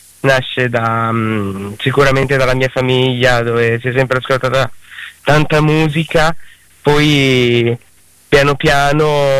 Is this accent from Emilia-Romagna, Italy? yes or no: yes; Bologna, Emilia-Romagna, Italy; Io sono di Bologna.